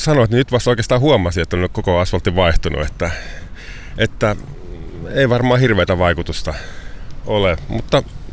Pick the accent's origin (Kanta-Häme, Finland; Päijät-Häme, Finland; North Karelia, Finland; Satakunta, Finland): Päijät-Häme, Finland; Lahti; Lahdesta mäkin olen lähtöisin ja totta kai täällä on paljon tullut pyörittyä koko ikä.